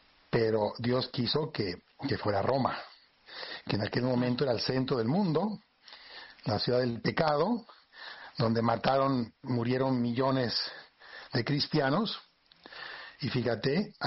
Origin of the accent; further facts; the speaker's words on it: Spain; now in Mérida, Mexico; Yo soy español, aunque vivo aquí en México.